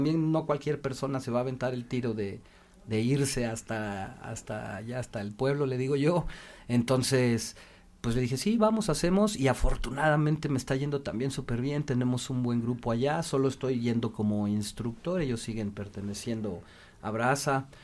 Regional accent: Cuautitlán Izcalli, State of Mexico, Mexico; moved away; yo soy de Cuautitlán Izcalli.

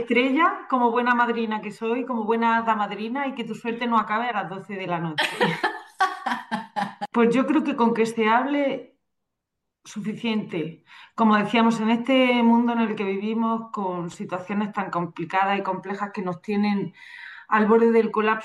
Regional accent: Andalusia, Spain; yo que soy de Andalucía, nosotros tenemos una conexión con el mar muy grande

